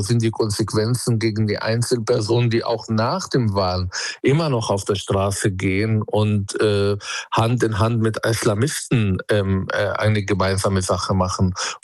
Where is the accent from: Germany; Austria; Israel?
Israel; auch vor allem als Palästinenser, als Israeli.